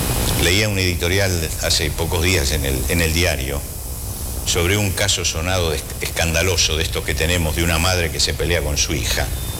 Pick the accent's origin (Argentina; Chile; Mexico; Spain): Argentina